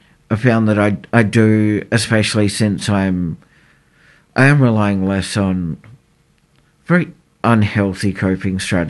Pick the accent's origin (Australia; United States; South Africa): Australia; Adelaide, South Australia; now in Melbourne, Australia; I especially found it hard before I moved to Melbourne, because I grew up in Adelaide and I moved here in 2019.